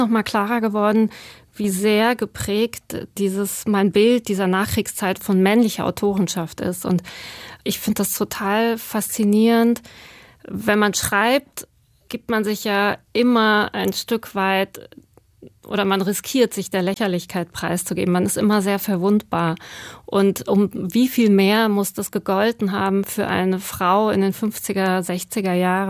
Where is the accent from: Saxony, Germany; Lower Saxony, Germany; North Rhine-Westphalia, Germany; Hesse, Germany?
North Rhine-Westphalia, Germany; Cologne; also born or lived in Iran; ich bin in Köln aufgewachsen und da zur Schule gegangen.